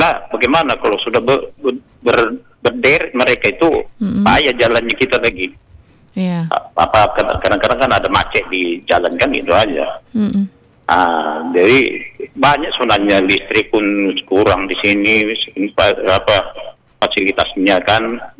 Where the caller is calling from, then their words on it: Indonesia; saya orang Muara Pajar